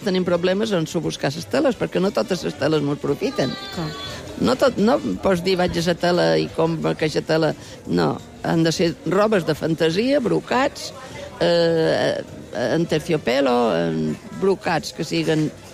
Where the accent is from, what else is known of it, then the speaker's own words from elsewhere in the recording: Santa Gertrudis, Balearic Islands, Spain; born there; Sí, jo he nascut a Santa Gertrudis.